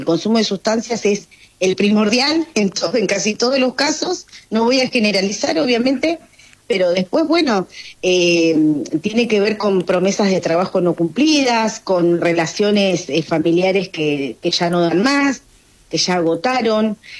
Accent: Viedma, Río Negro, Argentina; born there; uno vive en Viedma, yo soy nacida en Viedma

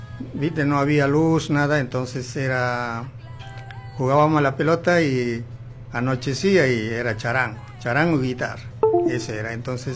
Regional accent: Pocoata, Potosí, Bolivia; Claro, yo soy de ahí.

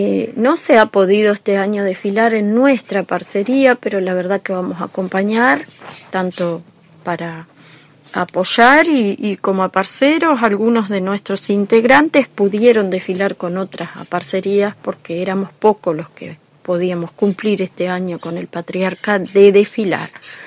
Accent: Salto, Uruguay; Nosotros estamos integrando la parcería Estampa Criolla, a la cual somos salteños.

